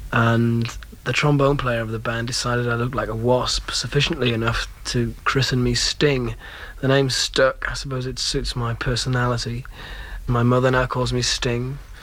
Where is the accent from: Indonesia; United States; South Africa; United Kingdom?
United Kingdom; Newcastle upon Tyne, North East England; I got it when I played in a Dixieland jazz group in my hometown of Newcastle.